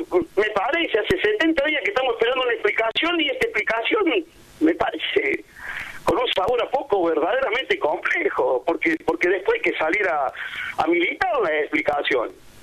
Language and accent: Spanish; Argentina; sabiendo cómo somos los argentinos, que pensamos con el bolsillo